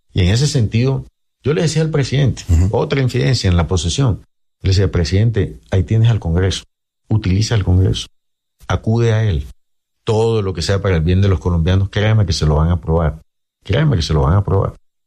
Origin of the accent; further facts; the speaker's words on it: Santa Marta, Magdalena, Colombia; A ver, yo soy samario.